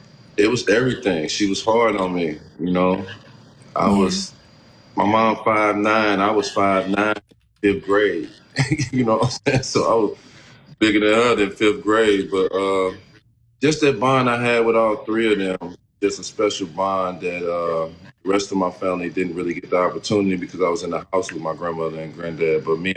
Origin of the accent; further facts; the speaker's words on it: East St. Louis, Illinois, United States; I was a kid from East St. Louis that grew up.